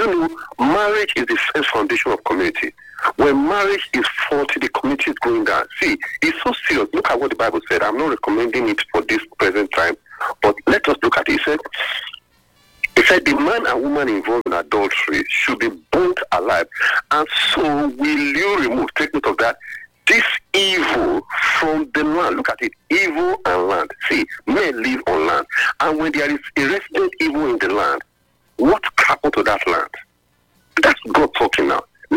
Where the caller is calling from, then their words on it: Benin City, Edo, Nigeria; right. I'm calling from Benin.